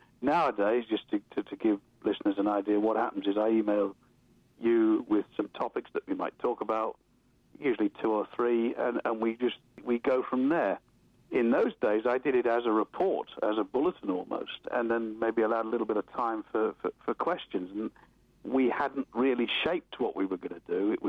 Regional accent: England, United Kingdom; You know, I'm from England. It's a national game.

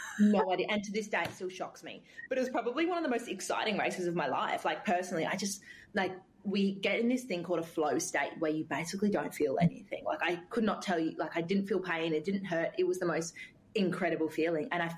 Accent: Australia

